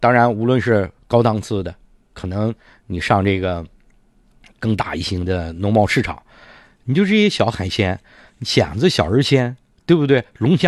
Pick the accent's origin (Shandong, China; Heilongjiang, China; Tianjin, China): Heilongjiang, China; Harbin; 所以这一周对于我们哈尔滨人呢